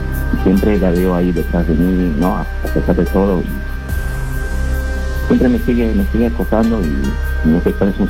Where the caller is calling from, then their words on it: Lima, Peru; De San Juan de Origante.